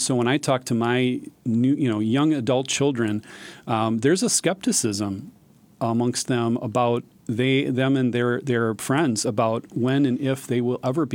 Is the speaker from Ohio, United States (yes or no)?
no; Brookfield, Wisconsin, United States; So I grew up in Brookfield. I grew up in a home that my parents built in 1960.